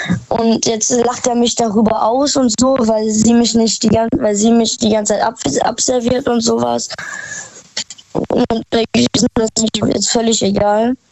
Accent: Dornholzhausen, Hesse, Germany; Ich komme aus Dornholzhausen.

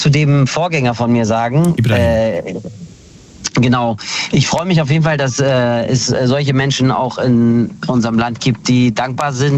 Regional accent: Hanover, Lower Saxony, Germany; Ich bin aus Hannover.

